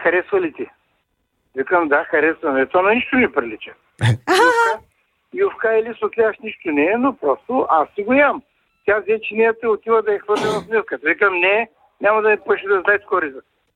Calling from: Varna, Varna Province, Bulgaria; Ми обажда, съм Варна.

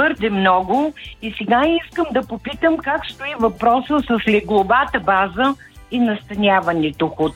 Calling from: Asenovgrad, Plovdiv Province, Bulgaria; от Асеновград. Исках да чуя песента

